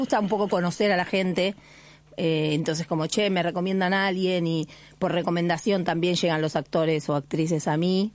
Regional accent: Argentina; ahora me voy a un festival internacional como representante argentina en Paraguay, ahora a fin de septiembre, a hacer mi unipersonal de impro

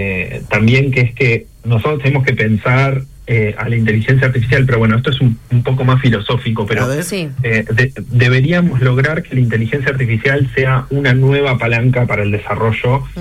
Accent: Argentina; Nos queda bastante lejos eso a nosotros como argentinos.

